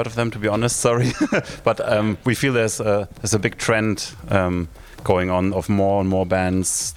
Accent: Berlin, Germany; Well, I grew up in Berlin

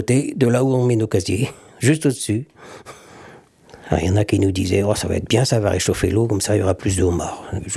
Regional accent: Trézien, Brittany, France; marin pêcheur à l'Empole Plouarzel, enfin à Plouarzel, je suis de Trésien.

